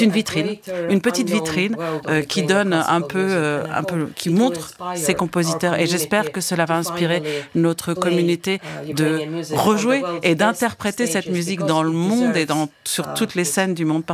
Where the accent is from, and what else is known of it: Finland; born or raised there; also born or lived in Ukraine